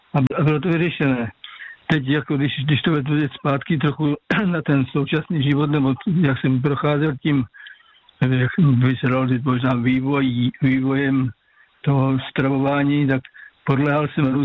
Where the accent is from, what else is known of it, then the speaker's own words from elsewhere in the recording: Moravian Slovakia, Czechia; tak já pocházím z Moravskoslovácka, to už víte